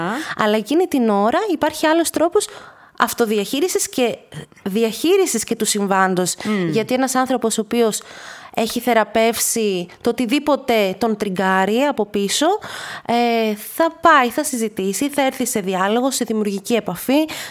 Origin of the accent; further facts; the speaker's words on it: Komotini, Eastern Macedonia and Thrace, Greece; Και είμαι από εδώ, είμαι από την Κομοτηνή.